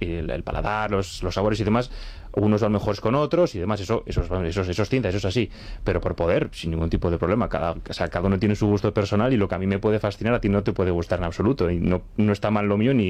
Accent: Labastida, Basque Country, Spain; mi pueblo es una zona que vive el 90% de los ingresos son del vino. Entonces hay como más cultura, más relación con el vino y sí que yo igual hablo desde una burbujita, ¿no? De Rioja Alavesa o La Bastida

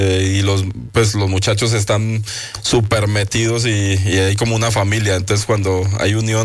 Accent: Veracruz, Mexico; Soy yo allá de Veracruz.

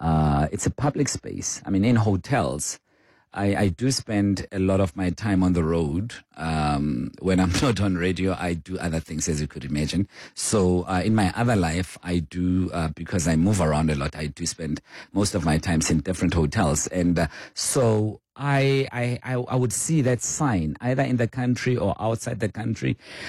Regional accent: South Africa; And that's simply because I am South African through and through and through and through.

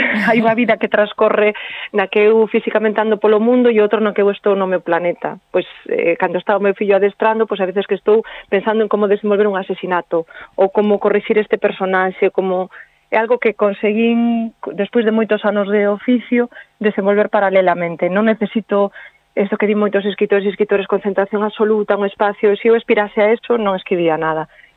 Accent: Meirás, Galicia, Spain; now in Santiago de Compostela, Spain; os meus dirían, os fillos dirían, que va, mamá, ti sigues sendo de Meirás e serálo toda a vida, pero bueno, unha parte de min sí que xa é de Santiago, sí.

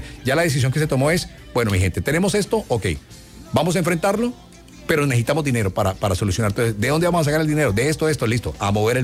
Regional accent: Barranquilla, Atlántico, Colombia; yo soy de Barrio Abajo.

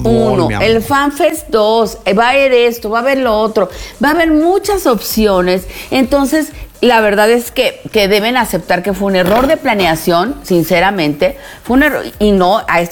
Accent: Mexico

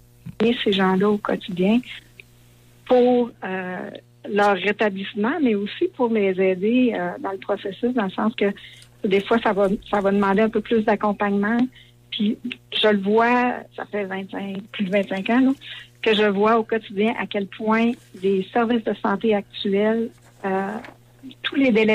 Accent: Notre-Dame-du-Lac, Quebec, Canada; Nous, parce que je viens de Notre-Dame-du-Lac, fait que je suis désolée.

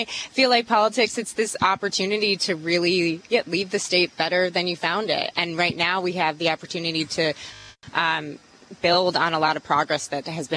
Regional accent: Oak Park, Illinois, United States; born there; now in Chicago, United States; I was born in Oak Park, Illinois, western suburbs. Now I'm in the city. I'm a state rep for the 12th district, so that's Gold Coast, Old Town, Lincoln Park area. So now I'm a city girl. I've been there for 14 years, so I think I can say I'm a Chicagoan.

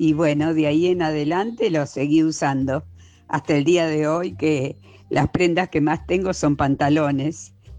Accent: Rosario, Santa Fe, Argentina; Hola, Luisa, Celeste y Grupo del Te Escucho. … de Rosario.

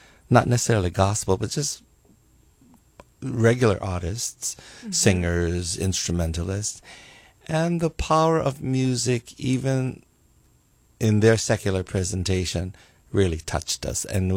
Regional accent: Hilo, Hawaii, United States; I'm from the Big Island, from Hilo side.

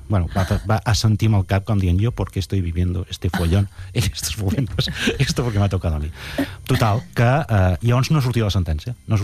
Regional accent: Sabadell, Catalonia, Spain; a l'oficina de reclutament de Sabadell, que era d'on soc i on vivia aquell moment

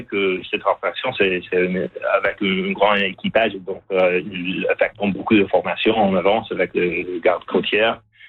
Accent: Canada; chez nous au Canada.

